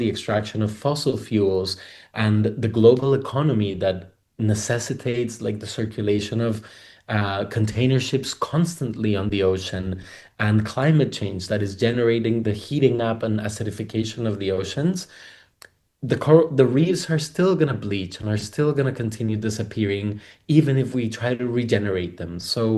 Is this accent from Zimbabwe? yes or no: no; Colombia; now in Spain; in Colombia, where I'm originally from. I live in Spain, but I'm from Colombia.